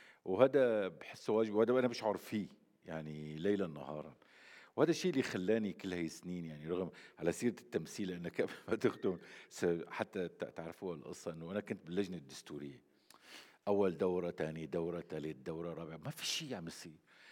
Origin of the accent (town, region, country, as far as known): Syria